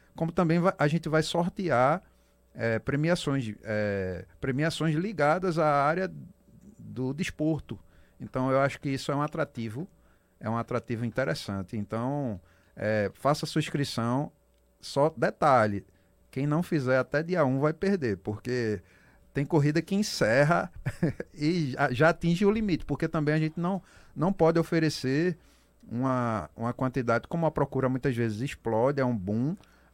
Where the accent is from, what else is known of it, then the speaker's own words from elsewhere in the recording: Northeast Brazil, Brazil; a gente, como é nordestino